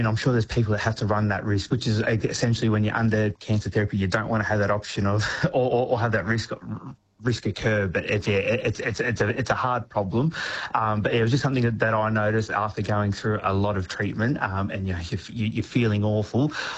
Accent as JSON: {"language": "English", "area": "Moe", "region": "Victoria", "country": "Australia", "said": "Because I come from Moi, I couldn't access care locally, so I had to travel down to Clayton."}